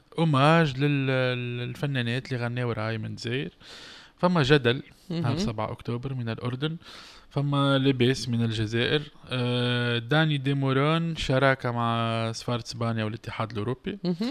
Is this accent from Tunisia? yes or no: yes; Tunisia; باش يعزوا المشروع نتاع فايبا بيسكو عندنا في تونس